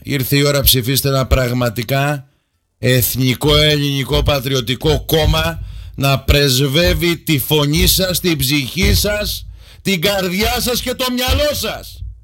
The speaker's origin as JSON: {"language": "Greek", "country": "Greece", "said": "Είμαι Έλληνας χριστιανός, χριστιανός Έλληνας."}